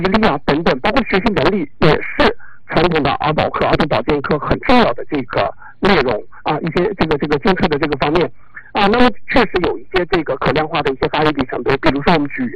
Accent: China; 那虽然我们中国人可能经常会说贵人语迟，对吧？

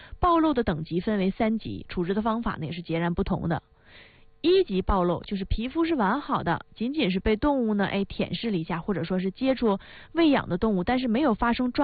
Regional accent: Northeast China, China; accent: Northeastern Mandarin; 或者是我们东北话说的起疹子

